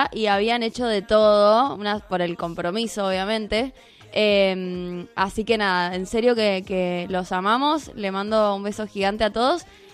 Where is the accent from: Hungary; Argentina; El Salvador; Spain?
Argentina